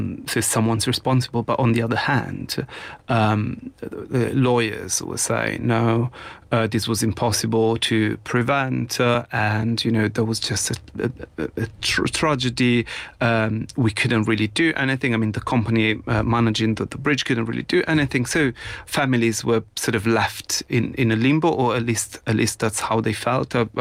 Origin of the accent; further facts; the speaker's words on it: Genoa, Liguria, Italy; moved away; I'm originally from Genoa, and I was visiting my family